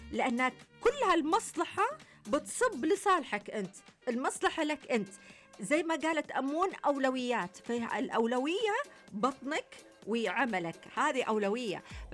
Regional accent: Egypt; moved away; يعني انا مصري متغرب والحمد لله

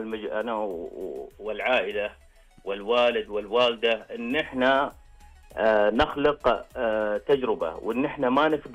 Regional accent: Taif, Makkah Province, Saudi Arabia; moved away; فقلت لازم نرجع ونشوف الديرة. رجعنا لديرتنا في عام 2016، فوجدتها أجمل بكثير، تضاريسها، مناخها، أرضها، فواكهها، كل شيء

